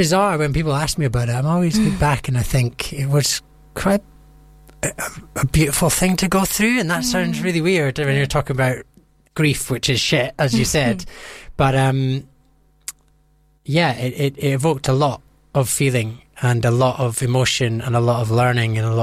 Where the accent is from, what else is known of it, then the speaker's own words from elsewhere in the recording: Scotland, United Kingdom; I'm from Scotland, so there's a bit of cultural differences as well.